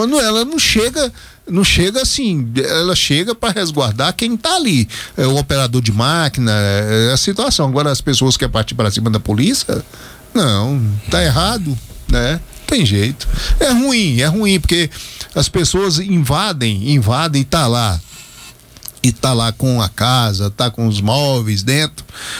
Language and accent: Portuguese; Anápolis, Goiás, Brazil; Sou anapolino.